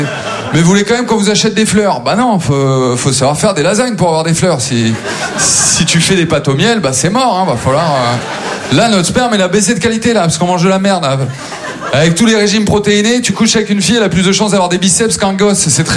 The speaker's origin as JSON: {"language": "French", "town": "Maubeuge", "region": "Hauts-de-France", "country": "France", "tie": "born or raised there"}